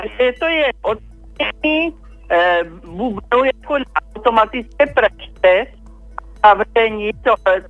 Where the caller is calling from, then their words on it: Brno, South Moravian Region, Czechia